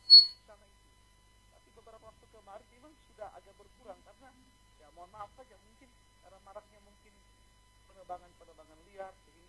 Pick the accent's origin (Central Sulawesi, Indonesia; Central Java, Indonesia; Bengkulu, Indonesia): Central Sulawesi, Indonesia; Palolo; Kita mencintai akan daerah saya di Sigi, karena saya orang Sigi, orang Palolo saya.